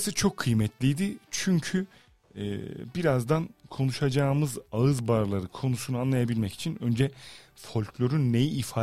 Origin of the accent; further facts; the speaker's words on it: Bayburt, Turkey; born there; Ben aslen Örenceliyim, eski ismi Everek.